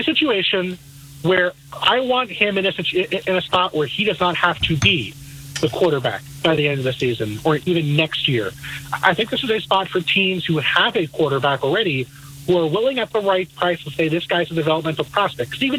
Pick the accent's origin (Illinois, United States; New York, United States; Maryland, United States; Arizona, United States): New York, United States; New York City; Growing up in New York City, you don't have a lot of access to golf courses in Queens.